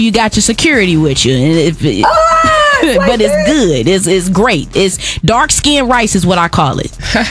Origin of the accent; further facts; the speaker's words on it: St. Louis, Missouri, United States; now in Kansas City, United States; my hometown, St. Louis